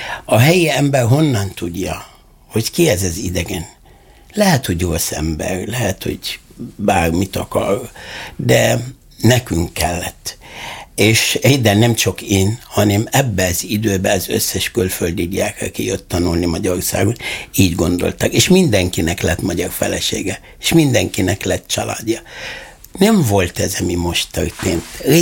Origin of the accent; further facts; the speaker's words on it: Egypt; Hungarian is a second language; now in Hungary; Én jöttem a szeretet országból